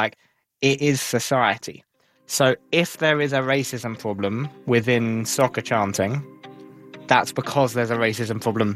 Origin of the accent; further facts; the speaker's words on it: England, United Kingdom; now in Spain; because I was watching these games as an Englishman in Spain surrounded by Scottish people